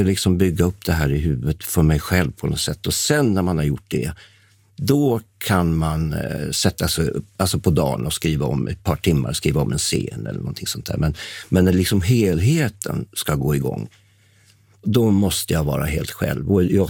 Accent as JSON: {"language": "Swedish", "town": "Täby", "region": "Stockholm County", "country": "Sweden", "tie": "born there", "also_born_or_lived": "Upplands Väsby", "said": "vi flyttade vår familj från Upplands Väsby där jag trivdes till Täby när jag var 8 år."}